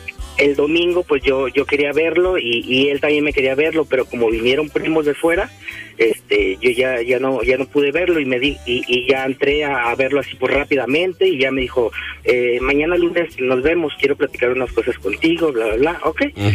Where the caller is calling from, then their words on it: Tonalá, Jalisco, Mexico; De aquí de Tonalá.